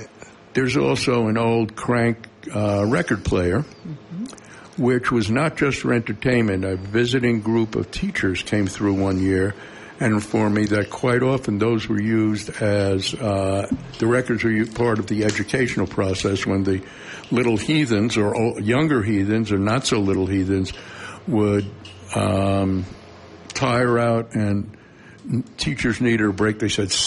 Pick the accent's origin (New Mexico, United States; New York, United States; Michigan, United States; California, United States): New York, United States; Brooklyn; when I grew up in New York City, in Brooklyn, New York, I was a little fat Jew boy from New York who listened to folk songs about working in the mine